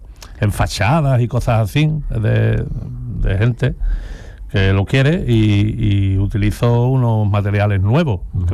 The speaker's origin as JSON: {"language": "Spanish", "town": "San Fernando", "region": "Andalusia", "country": "Spain", "tie": "born or raised there", "said": "yo desde pequeño, nací en San Fernando, como bien habéis dicho, en la isla"}